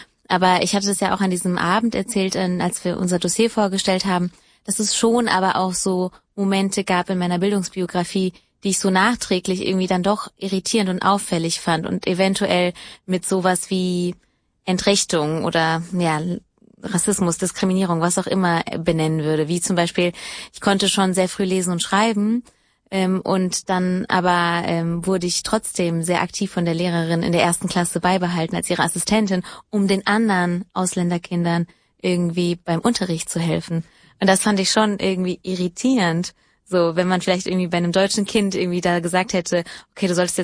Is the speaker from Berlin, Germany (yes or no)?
no; Hesse, Germany; born or raised there